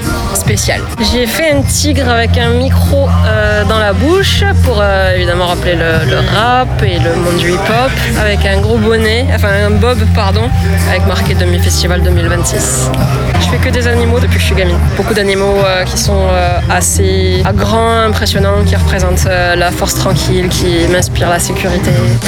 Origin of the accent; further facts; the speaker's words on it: Montpellier, Occitanie, France; Je suis de Montpellier